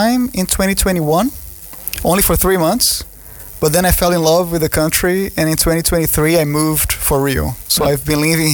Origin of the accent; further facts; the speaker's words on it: Brazil; Yeah, my main references, of course, I'm from Brazil. So I have a lot of references from like African music and also samba.